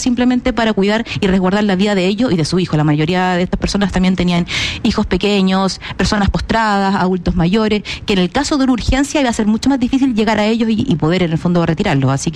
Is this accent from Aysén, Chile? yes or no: no; Valparaíso, Chile; now in Santiago, Chile; Pero efectivamente mis primeros años siempre fueron en Valparaíso. Yo soy porteña, así que le tengo un cariño.